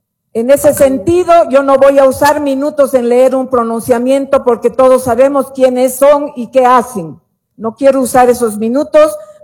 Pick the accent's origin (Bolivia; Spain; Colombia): Bolivia; Hoy Cerimedo está detenido en Bolivia, en mi país.